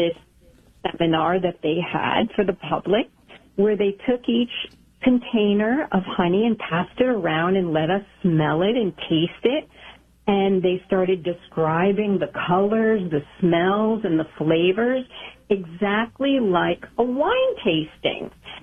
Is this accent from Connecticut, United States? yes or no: yes; Connecticut, United States; But when I came back to my home state of Connecticut, I met a neighbor who was a beekeeper